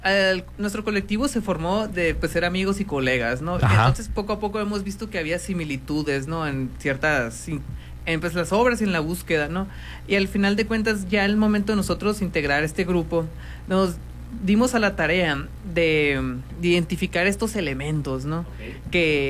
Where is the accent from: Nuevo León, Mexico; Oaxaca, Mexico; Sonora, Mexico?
Sonora, Mexico; Nogales; artista plástico aquí de Nogales